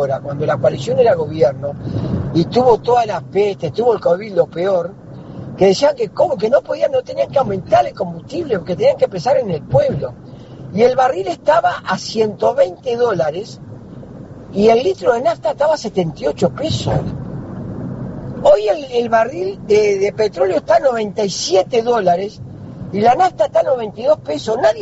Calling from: La Paloma, Rocha, Uruguay; yo que vengo de La Paloma

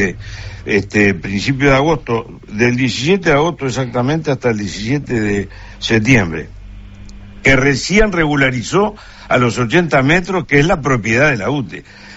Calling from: Durazno, Uruguay

